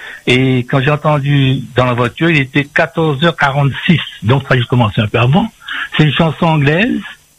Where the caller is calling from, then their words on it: Saint-André, Réunion; j'appelle de Saint-André.